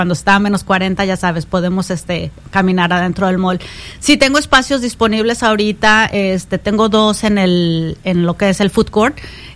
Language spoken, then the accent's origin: Spanish; Guadalajara, Jalisco, Mexico; now in Sioux City, United States; Sí, sí, tengo, mi esposo y yo somos de Guadalajara y pues ya tenemos aquí casi 30 años.